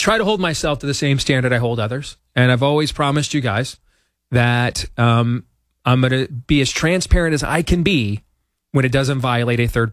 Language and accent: English; Iowa, United States; The mood that comes out of my home state of Iowa